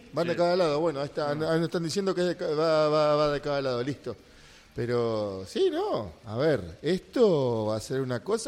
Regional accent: Argentina; Somos argentinos.

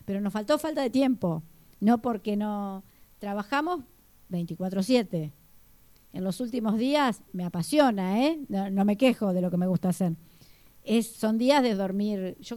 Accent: Zárate, Buenos Aires Province, Argentina; todos nosotros somos de nuestra zona, somos de Zárate, nos conocen.

